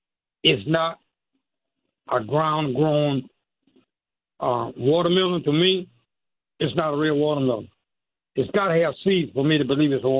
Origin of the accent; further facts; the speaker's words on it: the South, United States; I'm from the South. And I know I've had milk I keep for days